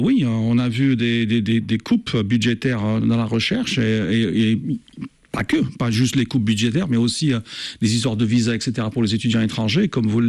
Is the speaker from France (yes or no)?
no; Algeria; moved away as an adult; also born or lived in England; now in United States; j'ai fait toutes mes études en Algérie. Je suis algérien. J'ai fait tout mon parcours universitaire jusqu'à un DES, un diplôme d'études supérieures, avant de partir d'abord en Angleterre